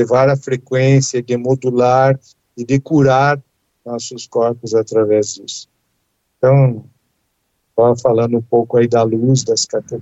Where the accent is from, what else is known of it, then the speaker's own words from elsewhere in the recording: Curitiba, Paraná, Brazil; born there; Eu nasci em Curitiba, em Curitiba, lá na Praça Tiradentes, nós temos uma pequena catedral gótica